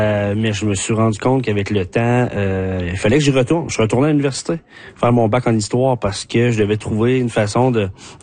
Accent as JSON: {"language": "French", "region": "Quebec", "country": "Canada", "tie": "born or raised there", "lives_now": "Rimouski, Canada", "said": "je suis natif de la Métis, puis j'habite à Rimouski."}